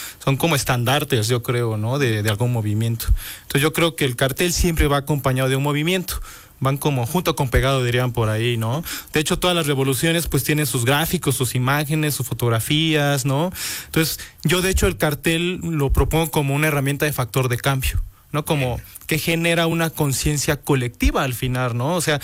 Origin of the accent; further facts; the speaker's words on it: Spain; Sí, entonces por eso me digo que soy español.